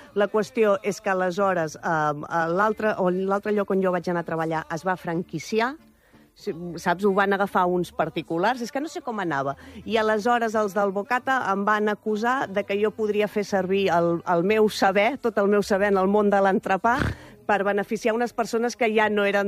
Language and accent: Catalan; Mataró, Catalonia, Spain; Jo soc de Rocafonda, també, com el Lamin Yamal.